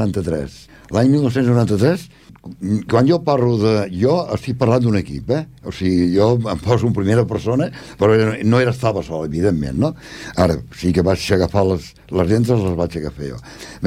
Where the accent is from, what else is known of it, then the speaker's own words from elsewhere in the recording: L'Hospitalet de Llobregat, Catalonia, Spain; born there; now in Esplugues de Llobregat, Spain; Jo vaig néixer al barri de la Torrassa de l'Hospitalet de Llobregat el 6 del 3 del 33. Vaig néixer a la Torrassa, sóc enginyer industrial i resideixo a Esplugues des de l'any 1967.